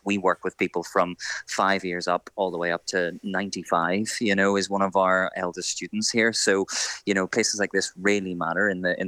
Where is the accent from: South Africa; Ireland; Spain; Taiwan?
Ireland; moved away as an adult; now in London, United Kingdom; we're really proud to be Irish, but we're also very proud to be part of the London community